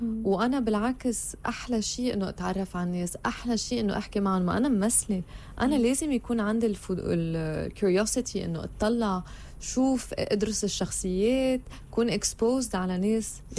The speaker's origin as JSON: {"language": "Arabic", "country": "Lebanon", "said": "وأنا كنت هيك عم فكر كلبنانية، أنا بس بدي أعيش، أنا بس بدي أعيش. 60% من حياتي عشتها حروب."}